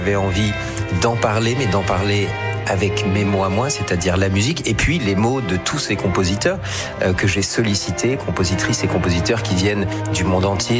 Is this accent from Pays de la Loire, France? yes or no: no; Chambéry, Auvergne-Rhône-Alpes, France; born there; je suis savoyard, né à Chambéry, et mes origines, cette terre, la Savoie, sont très importantes pour moi.